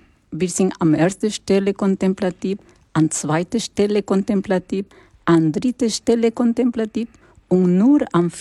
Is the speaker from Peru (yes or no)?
yes; Lima, Peru; born there; German is a second language; moved away; ich bin in Lima geboren und habe ich viele Armut gesehen.